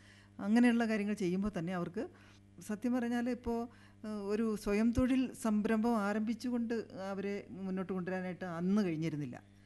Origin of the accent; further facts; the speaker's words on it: Komalikkudi, Kerala, India; കോമാളിക്കുടി പ്രദേശത്താണ് ഞാൻ ജനിച്ചു വളർന്നത്.